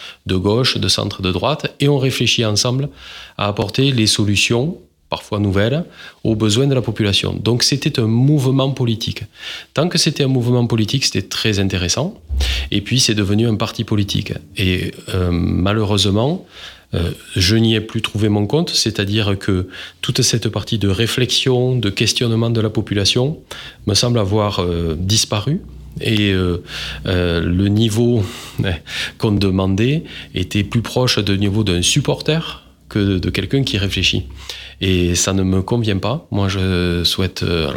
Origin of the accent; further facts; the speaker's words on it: Foix, Occitanie, France; born there; Je suis ingénieur de formation, je suis né à Foix. Et j'ai fait mes études à Toulouse